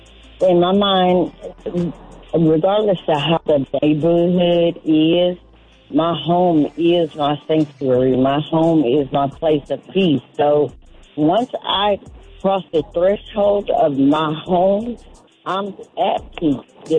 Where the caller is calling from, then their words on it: Houston, Texas, United States; I'm calling from Houston, Texas.